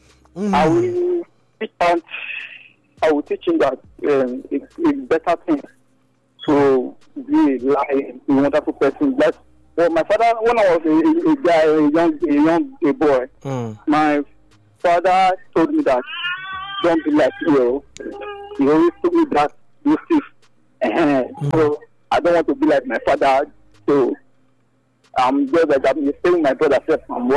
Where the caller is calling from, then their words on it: Dakar, Senegal; From Dakar.